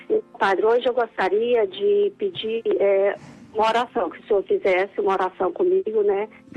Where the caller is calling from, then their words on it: São José dos Campos, São Paulo, Brazil; São José dos Campos, São Paulo.